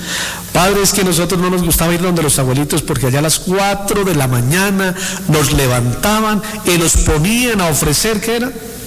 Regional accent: Boyacá, Colombia; nosotros también como pueblo cocaitense, o pueblo boyacense, o como colombianos, y además como buenos latinoamericanos

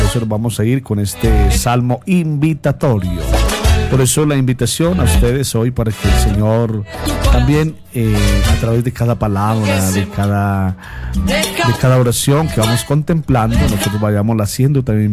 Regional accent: Boyacá, Colombia; Hoy reportando sintonía desde mi patria chica, desde la casita allí del sector de Jesús de Nazaret.

